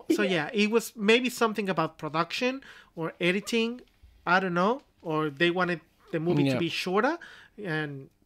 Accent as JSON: {"language": "English", "country": "Mexico", "tie": "born or raised there", "said": "when I grew up back in Mexico, my dad used to do all those kind of jokes, you know."}